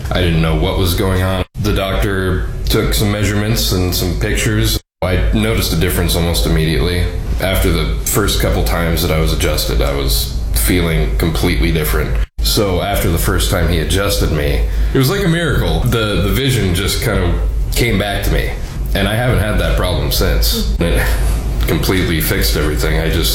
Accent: Portland, Oregon, United States; I'm from Portland, Oregon.

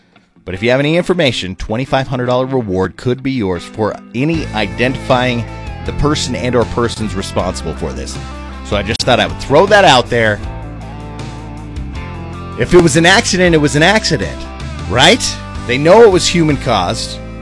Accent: Colorado, United States; I'm from Colorado. Forest fires all the time in the Rocky Mountains

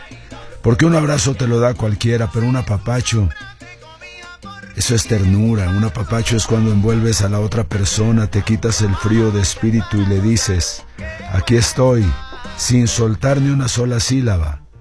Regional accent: Mexico; los mexicanos somos expertos en ponerle azúcar a la vida

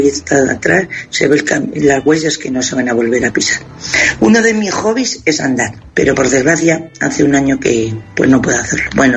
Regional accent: Castilla-La Mancha, Spain; Fareros, fareras …

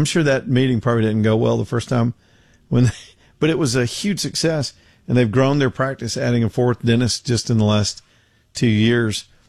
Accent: Birmingham, Alabama, United States; I'm from Birmingham.

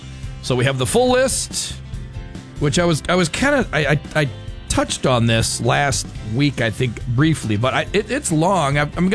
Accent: Fargo, North Dakota, United States; growing up in Fargo

